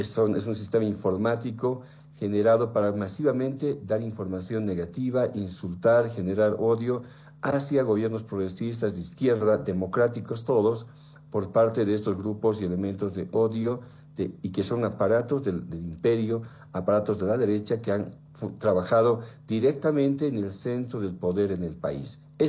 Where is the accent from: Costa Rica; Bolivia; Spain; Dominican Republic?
Bolivia; como bolivianos y bolivianas